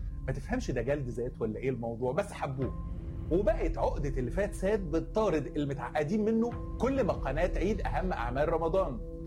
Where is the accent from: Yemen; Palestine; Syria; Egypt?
Egypt; عندنا في مصر